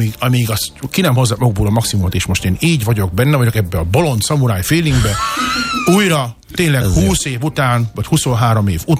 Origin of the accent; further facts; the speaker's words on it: Balassagyarmat, Nógrád, Hungary; én Balassgyarmatról jöttem, engem nem ismert senki